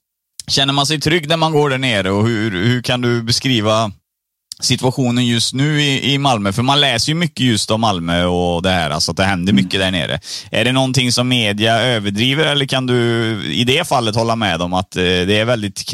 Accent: Sri Lanka; now in Sweden; Nej, men jag är från Sri Lanka. Men jag bor i Sverige

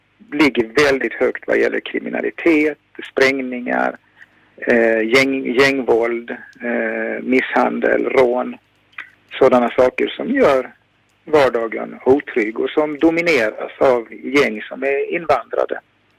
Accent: Sweden; now in Malmö, Sweden

